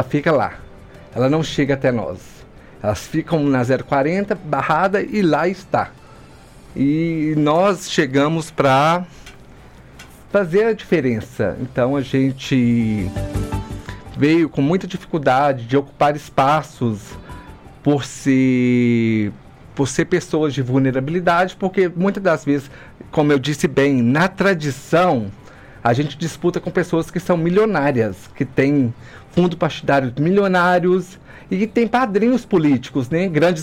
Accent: Pompéu, Minas Gerais, Brazil; quando a gente se descobre no interior, numa cidade tão conservadora como Pompéu, quando você está se transitando para o lado trans, e quando eu saí do … não foi fácil

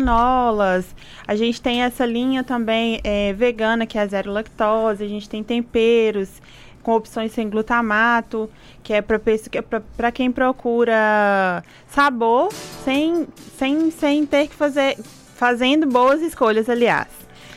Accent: Sete Lagoas, Minas Gerais, Brazil; moved away as an adult; now in Pompéu, Brazil; eu sou de Sete Lagoas, meu marido é daqui de Pompeu, e a gente resolveu vir para cá, para Pompeu, e abrir o nosso negócio.

